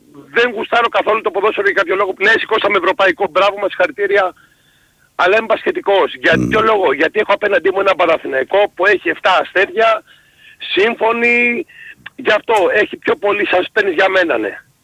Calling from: Athens, Attica, Greece; Είμαι από Αθήνα.

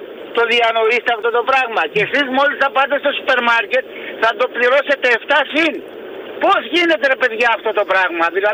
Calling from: Agios Vasileios, Peloponnese, Greece; Στο χωριό μου, εγώ μένω στον Άγιο Βασίλειο Κορυφίας

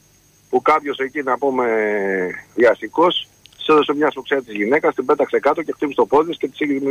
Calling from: London, United Kingdom; Γεια σου, Φώτη … από Λονδίνο.

